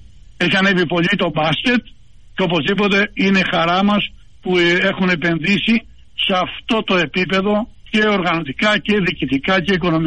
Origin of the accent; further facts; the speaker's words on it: Greece; ποδοσφαιρόφιλος και ως Έλληνας και ως δημοσιογράφος.